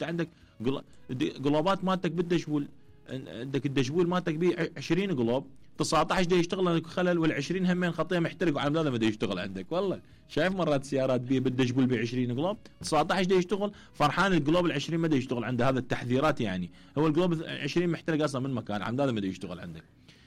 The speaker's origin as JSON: {"language": "Arabic", "country": "Iraq", "said": "احنا كمنطقه عراقيين"}